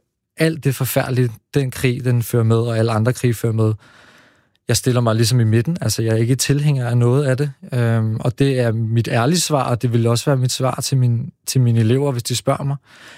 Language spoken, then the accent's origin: Danish; Slagelse, Zealand, Denmark; born there; also born or lived in Israel; now in Copenhagen, Denmark; jeg er vokset op i delvist i Slagelse